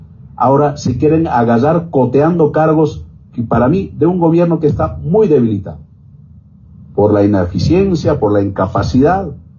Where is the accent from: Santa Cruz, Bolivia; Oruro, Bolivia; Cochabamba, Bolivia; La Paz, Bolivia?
Cochabamba, Bolivia; no solo como gobernador, sino como un cochabambino más